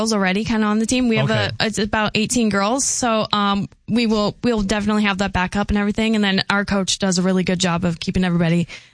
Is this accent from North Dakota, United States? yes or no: yes; Dickinson, North Dakota, United States; now in Grand Forks, United States; I was born in Dickinson.